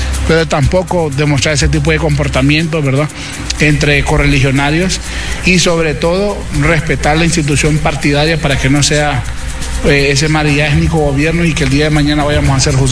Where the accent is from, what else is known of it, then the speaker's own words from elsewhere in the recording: Honduras; Más que como hondureño